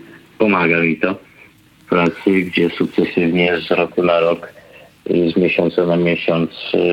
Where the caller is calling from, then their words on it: Netherlands; dzwonię z Holandii